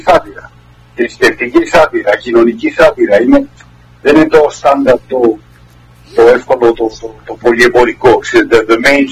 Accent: Athens, Attica, Greece; moved away as an adult; now in Madrid, Spain; τώρα στην Ισπανία και είμαι Μαδρίτη. Και αυτά, τι να σου πω, είμαι Αθηναίος από την Αγία Παρασκευή.

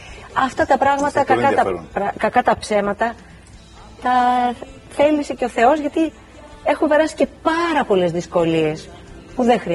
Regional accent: Peloponnese, Greece; also born or lived in Larissa; Εκεί γεννήθηκα λοιπόν στη Λάρισα, αλλά μετά ήρθαμε σε ένα χωριό κοντά στην Εμένα της Αρχαίας Κλεονές, όπου έμεινα μέχρι τα 13.

